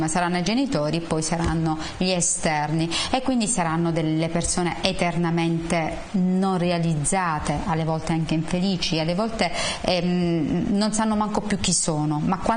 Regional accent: Ukraine; Italian is a second language; Vengo dall'Ucraina. Io sono qui per la seconda volta.

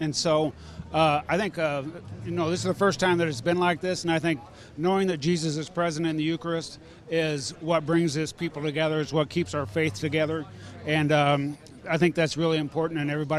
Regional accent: Lebanon, Ohio, United States; from Lebanon, Ohio.

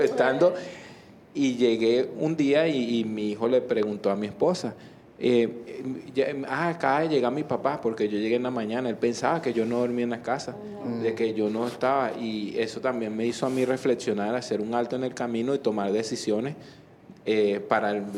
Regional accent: Venezuela; moved away; yo trabajaba en mi país, en Venezuela

